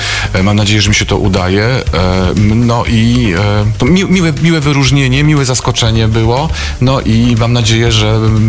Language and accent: Polish; Lipno, Kuyavian-Pomeranian Voivodeship, Poland; Polinegri jest z Lipna, ja też jestem z Lipna.